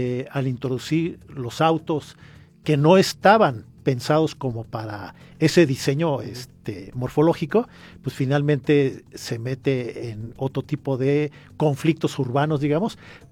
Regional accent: Pachuca, Hidalgo, Mexico; born there; Aquí nací en la Veta de Oro y en la Veta de Plata, en todas esas pulcatas, y yo aquí me muero también.

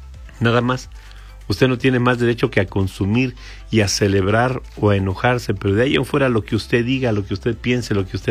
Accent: Mexico

